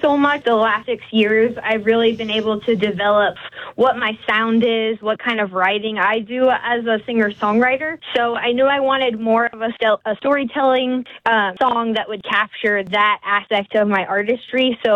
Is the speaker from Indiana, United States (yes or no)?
no; Tucson, Arizona, United States; getting started in Tucson started so young. I was 5 with Kids Unlimited.